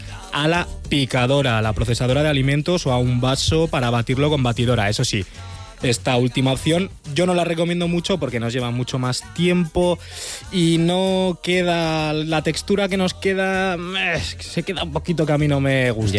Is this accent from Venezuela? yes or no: no; Spain; Soy español